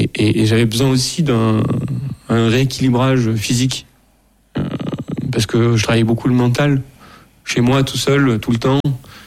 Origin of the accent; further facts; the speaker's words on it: Auvergne-Rhône-Alpes, France; Eh ben oui, j'ai grandi en Ardèche